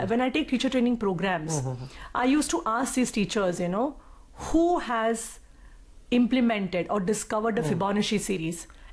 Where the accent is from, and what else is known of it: India